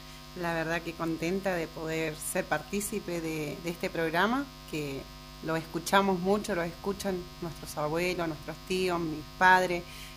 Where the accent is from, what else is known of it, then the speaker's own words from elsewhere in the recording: Mencué, Río Negro, Argentina; moved away; los recuerdos que yo tengo de mi crianza en Mencué, o sea, el pueblito de Mencué, para mí es mi raíz, es mi pueblo, es todo